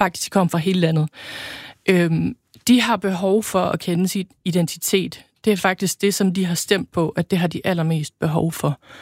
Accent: Greenland; Det er jo ligesom det, der afslører, at jeg er fra Grønland.

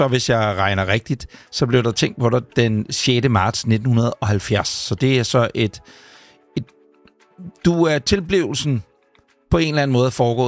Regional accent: Ølstykke, Capital Region of Denmark, Denmark; Ølstykket.

